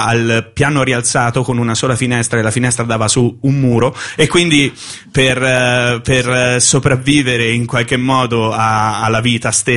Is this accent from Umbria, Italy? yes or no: yes; Assisi, Umbria, Italy; Sì, sì, i classici ragazzi italiani di provincia, come si dice, Daniel di Vittorio Veneto, io sono d'Assisi.